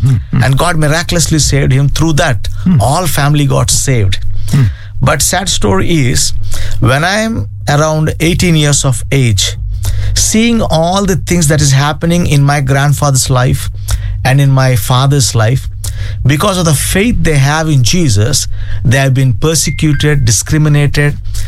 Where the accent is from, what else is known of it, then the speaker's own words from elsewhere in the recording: India; I come from India